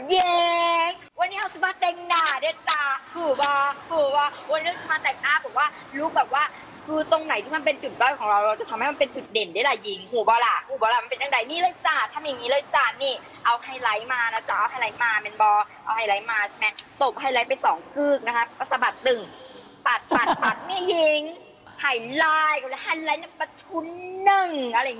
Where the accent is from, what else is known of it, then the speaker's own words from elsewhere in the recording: Phang Nga, Thailand; หนูต้องบอกว่าแม่หนูเป็นคนอีสานค่ะอุดรค่ะแต่พ่อต้องคือภาคใต้ค่ะ